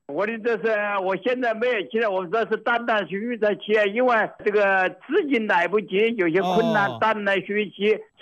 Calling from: Xiantao, Hubei, China; 我家是仙桃。

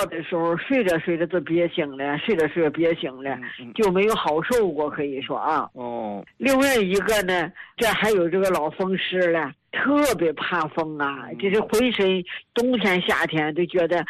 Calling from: Beichen, Tianjin, China; 我是天津北辰那个新朋友。

